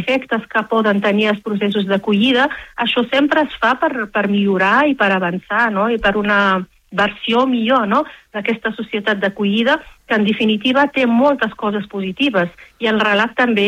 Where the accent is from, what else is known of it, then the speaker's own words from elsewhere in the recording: Rif, Morocco; Coneixen molt, doncs, de la cultura amazigh, de la llengua amazigh, del Rif, que és el meu poble d'origen, no?